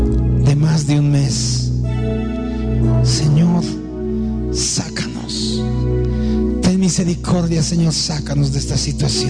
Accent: Bolivia; ¿cuál es la diferencia nuestra con el resto de la población? Somos igual bolivianos.

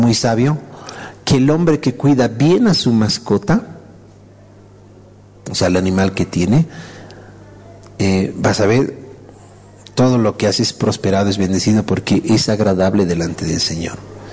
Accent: Bolivia

